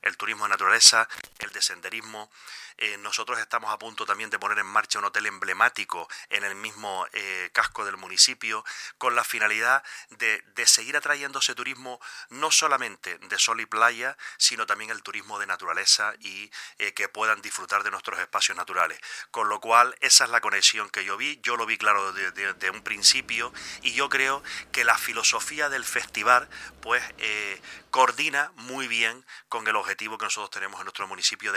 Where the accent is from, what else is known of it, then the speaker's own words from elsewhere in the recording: Teror, Canary Islands, Spain; nosotros somos un pueblo de medianía. Somos un pueblo que estamos inmersos en la naturaleza, seguimos siendo un pueblo. Sí es verdad, Javier, que no somos un pueblo de montaña, pero sí somos un pueblo de medianías